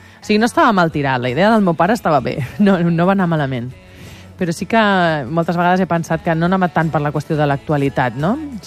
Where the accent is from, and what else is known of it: Valencia, Valencian Community, Spain; born or raised there; now in Barcelona, Spain